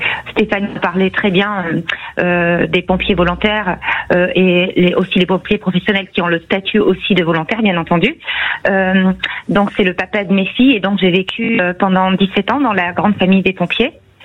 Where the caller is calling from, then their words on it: Lège-Cap-Ferret, Nouvelle-Aquitaine, France; moi j'habite au Cap Ferret